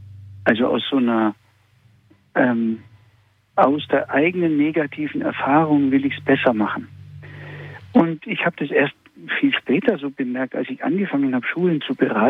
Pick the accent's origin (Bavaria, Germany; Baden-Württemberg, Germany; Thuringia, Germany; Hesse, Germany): Bavaria, Germany; Augsburg; also born or lived in Hamburg